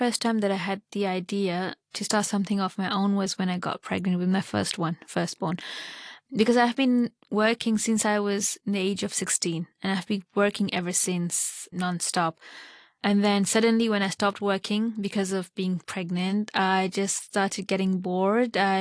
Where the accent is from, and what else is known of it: Hong Kong; born or raised there